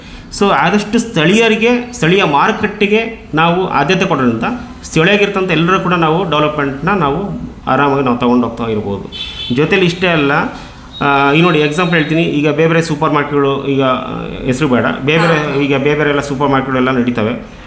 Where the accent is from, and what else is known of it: Karnataka, India